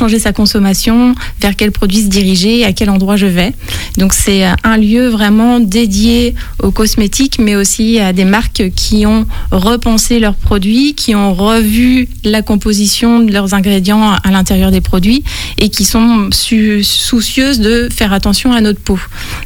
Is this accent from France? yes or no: yes; Chalon-sur-Saône, Bourgogne-Franche-Comté, France; Eh bien, je viens de Chalon. Donc, je n'ai pas vraiment bougé. Je suis restée dans le secteur.